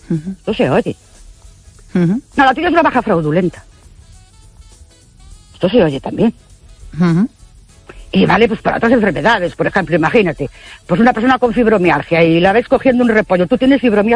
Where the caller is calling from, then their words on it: Ourense, Galicia, Spain; de Orense.